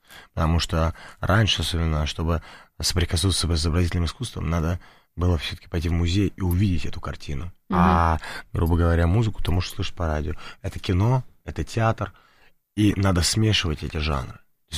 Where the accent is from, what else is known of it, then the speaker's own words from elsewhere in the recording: Moscow, Russia; born there; Мы сами родились в Москве, на Бабушкинской.